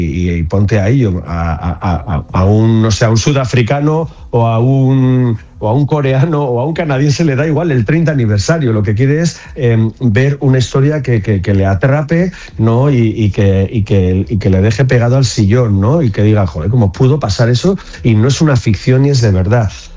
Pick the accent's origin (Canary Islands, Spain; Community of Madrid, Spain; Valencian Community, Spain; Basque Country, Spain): Basque Country, Spain; yo era un tipo con 29 años al que le mandan al País Vasco, de donde soy yo